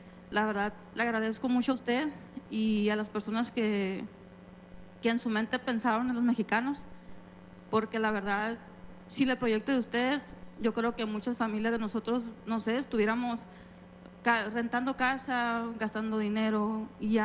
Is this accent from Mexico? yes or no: yes; Mexico; ¿quién se iba a imaginar que nosotros como mexicanos tuviéramos una vivienda digna?